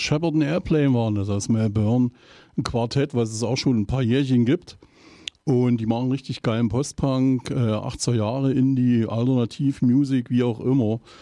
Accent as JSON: {"language": "German", "town": "Eisenach", "region": "Thuringia", "country": "Germany", "said": "ich komme aus Eisenach"}